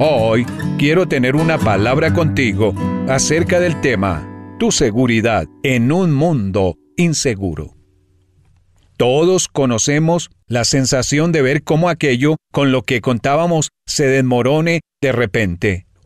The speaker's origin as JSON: {"language": "Spanish", "town": "New York City", "region": "New York", "country": "United States", "said": "Como neoyorquino, me preguntaron cómo me sentía tras aquel atentado."}